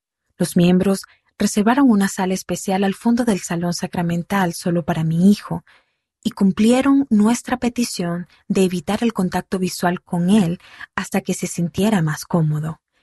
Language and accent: Spanish; Japan; Spanish is a second language; En mi país, Japón, el 98% de la población es japonesa.